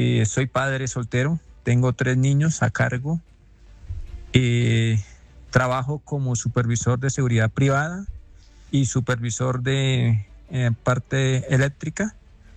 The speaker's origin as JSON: {"language": "Spanish", "town": "Sogamoso", "region": "Boyacá", "country": "Colombia", "tie": "born or raised there", "said": "tengo 43 años, soy nativo o vivo residente en Sogamoso, Boyacá."}